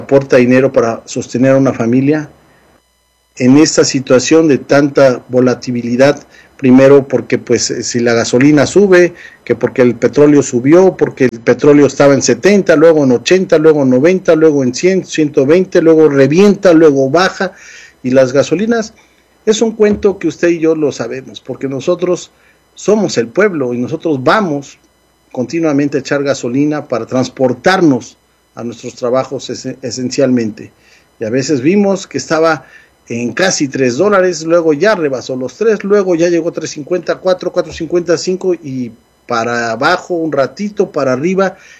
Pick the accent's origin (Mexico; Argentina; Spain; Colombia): Mexico; yo soy mexicano